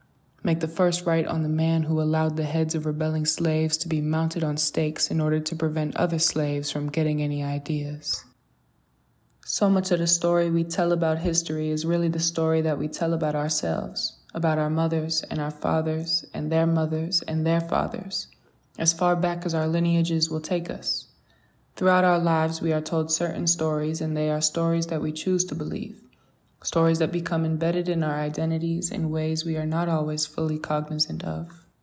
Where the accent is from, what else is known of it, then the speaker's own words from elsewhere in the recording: New Orleans, Louisiana, United States; In my hometown of New Orleans, there are at least 100 streets, statues, parks, and schools named after Confederate figures, slave owners, and defenders of slavery.